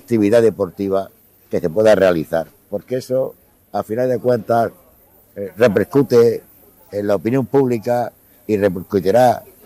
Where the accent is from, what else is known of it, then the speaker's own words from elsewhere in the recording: Motril, Andalusia, Spain; Pues bueno, porque soy motrileño, que nací en Motril, en la calle Canteras, en el año 1941... que he vivido en Motril siempre, prácticamente, siempre he vivido en Motril